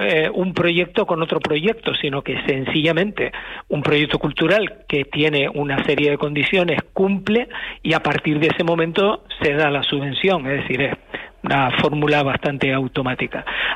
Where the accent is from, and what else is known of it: Canary Islands, Spain